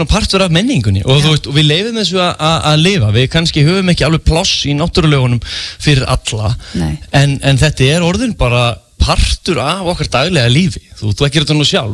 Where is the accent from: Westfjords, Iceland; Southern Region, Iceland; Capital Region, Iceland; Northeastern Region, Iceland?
Northeastern Region, Iceland; Grímsstaðir; Já, ég fæddur uppalinn á Grímsstöðum hérna í Mývasveit